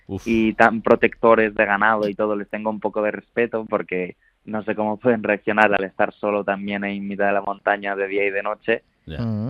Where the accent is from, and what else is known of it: Spain